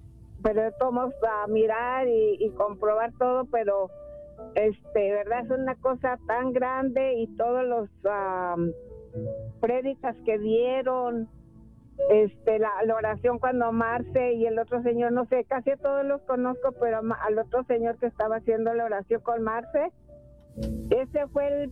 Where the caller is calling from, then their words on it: San Bernardino, California, United States; Yo de aquí, de San Bernardino.